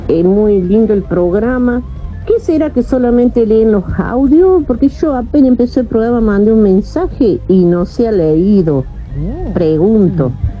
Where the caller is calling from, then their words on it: Santa Rosa, Argentina; de Santa Rosa